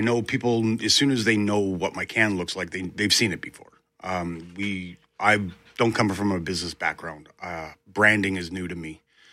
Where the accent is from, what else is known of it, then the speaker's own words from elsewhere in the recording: Winnipeg, Manitoba, Canada; we're all from Charleswood and St. James, so mm-hmm. we didn't know the area.